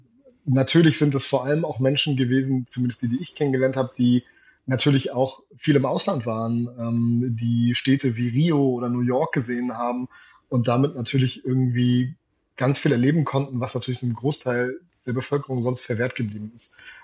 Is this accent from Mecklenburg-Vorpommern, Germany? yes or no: yes; Rostock, Mecklenburg-Vorpommern, Germany; Also ich bin in Rostock geboren, 1989. Meine gesamte Familie kommt aus dem Schiffbau.